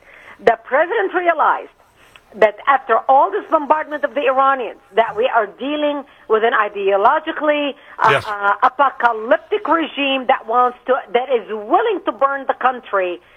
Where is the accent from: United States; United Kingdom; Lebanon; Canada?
Lebanon; moved away; also born or lived in Israel; As a Lebanese, as somebody who was born and raised in Lebanon, and as somebody who worked in Israel, as somebody who comes from the Middle East